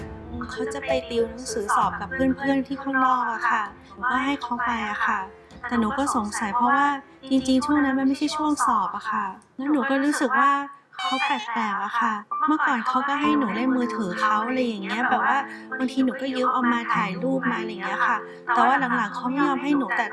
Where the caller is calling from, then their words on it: Bangkok, Thailand; บ้านอยู่อ่อนนุชค